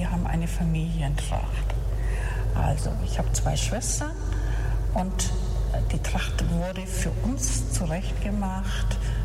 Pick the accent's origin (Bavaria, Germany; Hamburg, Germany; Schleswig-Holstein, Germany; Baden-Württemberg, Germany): Schleswig-Holstein, Germany; Alkersum; ich komme aus Alkersum, aber das ist nicht ganz richtig. Ich habe über 60 Jahre auf unserem Aussiedlungshof in Alkersum-Marsch gelebt.